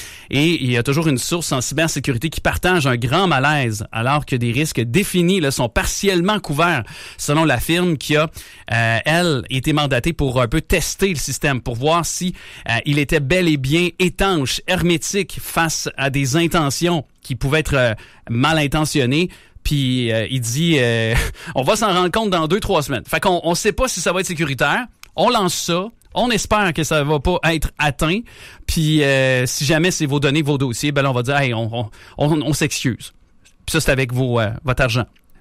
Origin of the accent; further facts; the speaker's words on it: Quebec, Canada; born or raised there